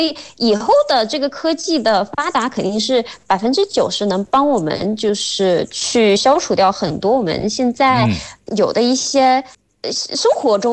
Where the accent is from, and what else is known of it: Mexico; Chinese is a second language